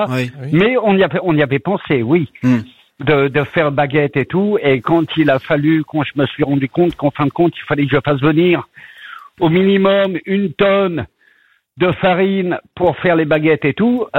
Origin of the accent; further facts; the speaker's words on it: Boulogne-sur-Mer, Hauts-de-France, France; accent: French; moved away as an adult; now in Beverley, United Kingdom; je suis originaire de Boulogne-sur-Mer, j'ai dû simplement traverser la Manche.